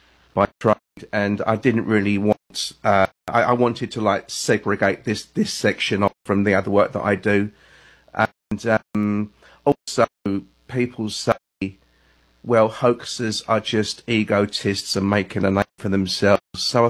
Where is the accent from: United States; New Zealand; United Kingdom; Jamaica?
United Kingdom; England; That made me feel really at home as an Englishman.